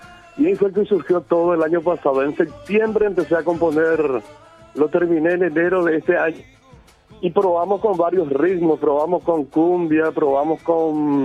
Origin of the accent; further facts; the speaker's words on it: Paraguay; moved away as an adult; also born or lived in Argentina; Paraguayo, pero viví 18 años de mi juventud en la Argentina. Apenas terminé el colegio y ya me trasladé a la Argentina a estudiar locución, a estudiar canto y vocalización